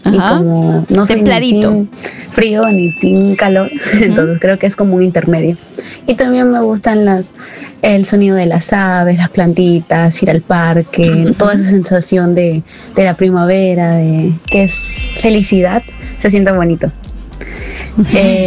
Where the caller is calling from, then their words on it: Comas, Lima, Peru; de Comas.